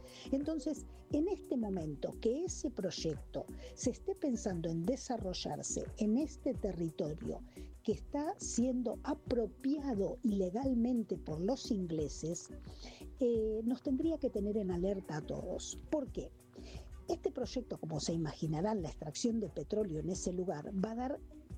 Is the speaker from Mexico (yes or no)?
no; Argentina; somos argentinos, que debemos defender nuestro territorio